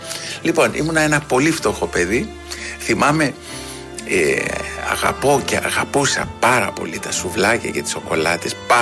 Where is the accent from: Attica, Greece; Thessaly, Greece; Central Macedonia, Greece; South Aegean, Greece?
Attica, Greece; Athens; Μεγάλωσα στο Νέο Κόσμο. Η οικογένειά μας ήταν πάρα πολύ φτωχιά.